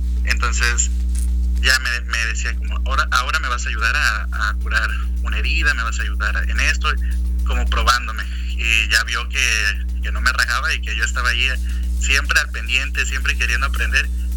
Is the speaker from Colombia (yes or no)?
no; Tamazunchale, San Luis Potosí, Mexico; also born or lived in Ciudad Valles; No, sí, soy originario de Tamazunchale. Nací en Valles, ajá, pero, o sea, toda mi vida he vivido en Tamazunchale.